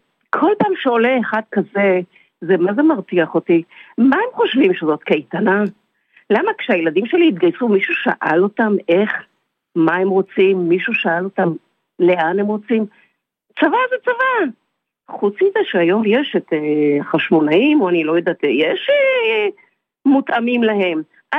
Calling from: Petah Tikva, Central District, Israel; מפתח תקווה.

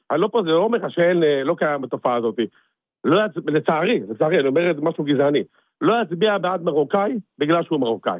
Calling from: Ramla, Central District, Israel; אני גר ברמלה, אני מזרחי, בעדיין מזרחי.

